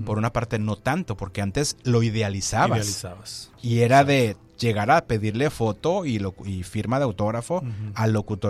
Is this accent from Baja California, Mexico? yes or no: yes; Tijuana, Baja California, Mexico; born there; accent: chilango; also born or lived in Mexico City